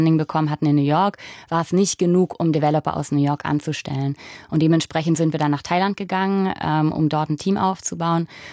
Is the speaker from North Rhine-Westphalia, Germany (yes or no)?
no; Delmensingen, Baden-Württemberg, Germany; Ich bin damals aufgewachsen in Delmensingen sogar. Das ist noch ein Vorort vor Erbach, also ein ganz kleines Dorf.